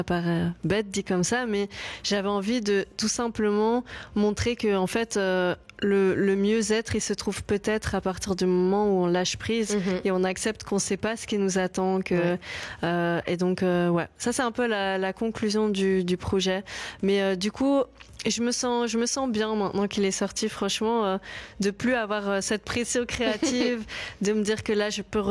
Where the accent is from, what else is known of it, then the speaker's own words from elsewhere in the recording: Belgium; Je pense que on est beaucoup de Belges à le citer